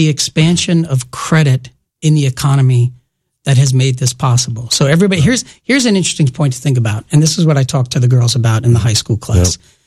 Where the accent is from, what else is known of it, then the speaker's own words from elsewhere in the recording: New York City, New York, United States; I grew up in the Bronx, New York.